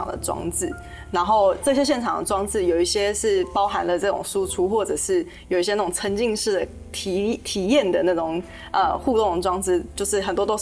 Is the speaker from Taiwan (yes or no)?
yes; Taiwan; 后来呢，回来台湾之后就换我们台湾这边开始流行